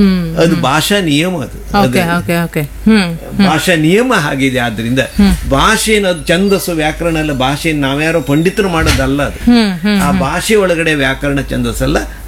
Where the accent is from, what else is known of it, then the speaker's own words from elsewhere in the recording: Kundapura, Karnataka, India; accent: Kundapura Kannada; moved away; ನಾನು ಕುಂದಾಪುರದ ಅಂತೇಳಿ ಅವ್ರು ನಾನು ಕನ್ನಡದಲ್ಲೇ ಮಾತಾಡೋದು ಶುರು ಮಾಡ್ರು.